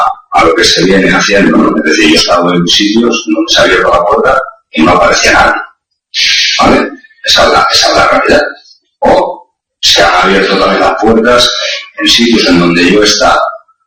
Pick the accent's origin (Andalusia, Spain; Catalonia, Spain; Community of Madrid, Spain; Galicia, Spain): Galicia, Spain; Soy gallego